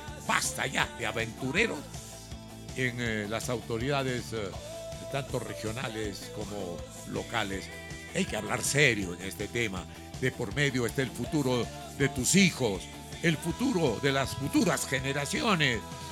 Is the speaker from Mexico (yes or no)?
no; Sihuas, Ancash, Peru; de ir de Chimbote a mi tierra, Siwa